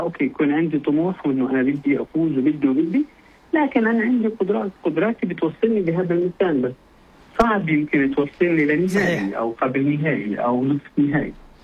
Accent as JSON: {"language": "Arabic", "country": "Jordan"}